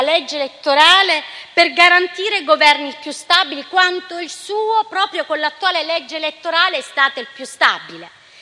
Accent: Sicily, Italy

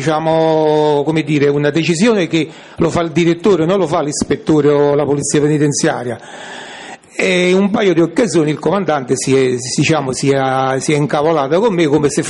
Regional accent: Cellole, Campania, Italy; io sono di Cellole, quindi sarebbe 15 chilometri.

